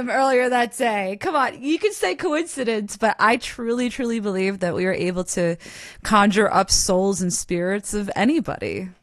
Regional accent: Queens, Long Island, New York, United States; moved away as an adult; also born or lived in Brooklyn; now in Hudson Valley, United States; I'm from Queens, Long Island, and then I was back in Queens and Brooklyn for a long time before I moved up here.

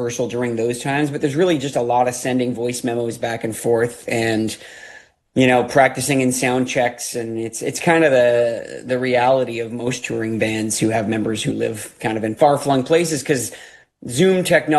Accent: Ontario, Canada; moved away as an adult; now in Pennsylvania, United States; I'm originally from Canada, from outside of Toronto. And when I moved, or when I first came down to Pennsylvania

